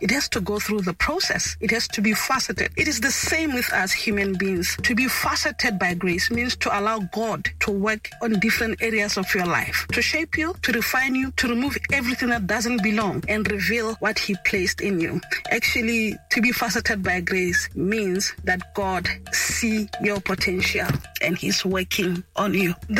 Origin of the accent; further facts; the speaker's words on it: Lobatse, South-East District, Botswana; I was born and bred in Lobatse, Banzenzatse.